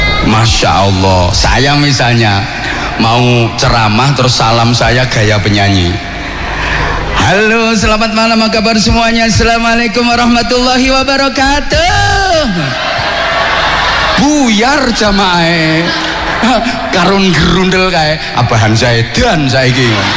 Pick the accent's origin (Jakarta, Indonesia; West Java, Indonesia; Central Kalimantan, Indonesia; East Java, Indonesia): East Java, Indonesia; Bojonegoro; Kalau di tempat saya Bojonegoro sana, orang ceramah itu disuguhi jahe kopi panas.